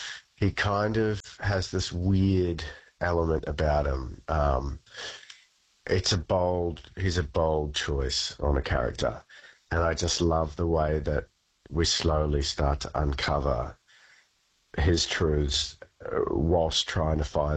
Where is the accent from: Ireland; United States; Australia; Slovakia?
Australia; Queensland; where I grew up in Bundi, and it's a, you know, it's a big country town. It's, you know, it's not a city